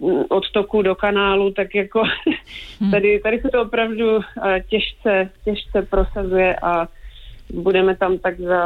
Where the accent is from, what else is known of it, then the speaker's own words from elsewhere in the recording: Brno, South Moravian Region, Czechia; jak jsem z Brna, tak já jsem vždycky jezdila do Vídně často, takže to bylo to spádový město, hoďka a půl, že jo, je to blíž jak Praha vlastně